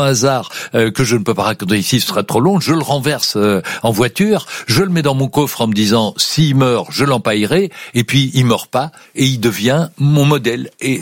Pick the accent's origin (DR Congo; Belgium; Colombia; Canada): Belgium; now in France; Mais je suis belge dans un pays où le vote est obligatoire.